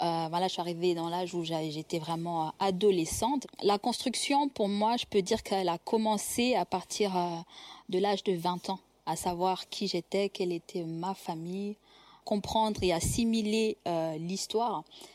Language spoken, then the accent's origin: French; Cyangugu, Western Province, Rwanda; born there